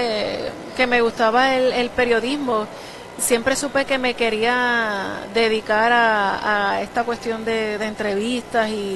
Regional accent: Lares, Puerto Rico; yo soy natural de Lares

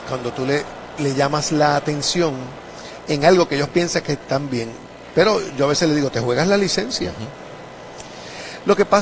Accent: Ponce, Puerto Rico; now in San Juan, Puerto Rico; Yo trabajaba en una emisora FM acá en San Juan. Yo soy de Ponce originalmente.

